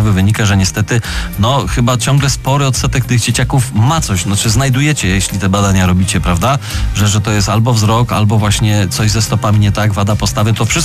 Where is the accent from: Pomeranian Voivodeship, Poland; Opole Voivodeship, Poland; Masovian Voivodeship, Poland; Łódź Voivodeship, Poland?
Opole Voivodeship, Poland; Opole; jako Opolanin